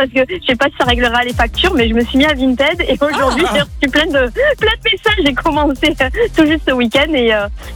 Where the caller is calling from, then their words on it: Saint-Martin-de-Crau, Provence-Alpes-Côte d'Azur, France; J'habite à Saint-Martin-de-Croche, à côté de Arles.